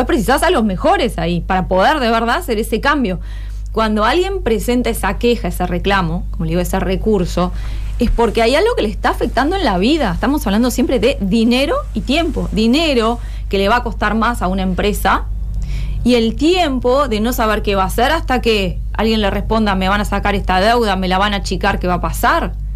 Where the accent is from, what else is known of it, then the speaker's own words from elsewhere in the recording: Rivera, Uruguay; Por ejemplo, vengo de Rivera, donde la frontera es diferente de lo que puede pasar aquí en Tacuarembó.